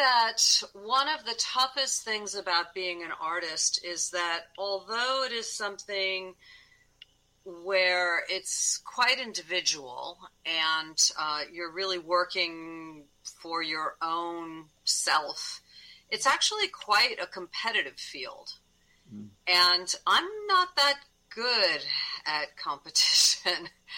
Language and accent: English; New York, United States; also born or lived in California; Well, I grew up in New York and went to Rhode Island School of Design, moved out to California and went to graduate school.